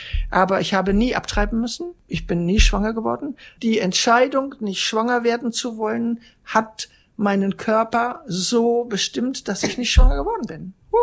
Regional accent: Germany

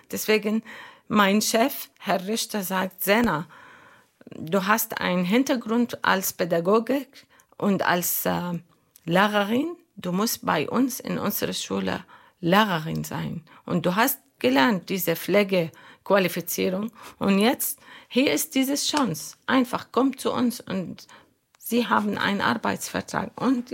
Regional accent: Lebanon; German is a second language; moved away as an adult; now in Germany; Ich komme aus dem Libanon. Ich bin Englischlehrerin vom Beruf. Habe ich im Libanon nach meinem Abitur fertig gemacht, im Universität gelernt.

